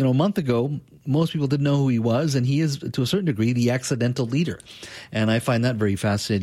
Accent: Williams Lake, British Columbia, Canada; moved away; he's from my hometown, Williams Lake. So two Caribou guys talking to each other.

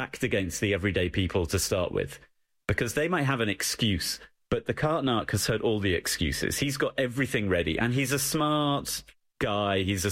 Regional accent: England, United Kingdom; Sorry, I'm English. I called it a shopping trolley.

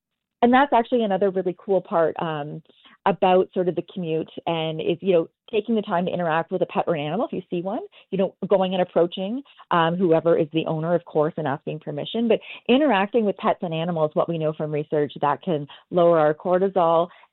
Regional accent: London, United Kingdom; now in Toronto, Canada; I'm from London and I live in Toronto now.

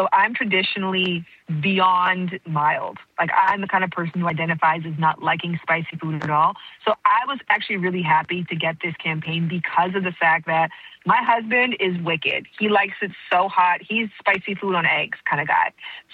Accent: Canada; now in Los Angeles, United States; I now live in Los Angeles, but I'm originally from Canada.

